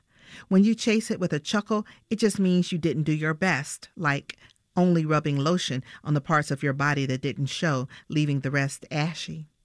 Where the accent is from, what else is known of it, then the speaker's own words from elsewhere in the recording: Atlanta, Georgia, United States; I did. I moved back to my hometown.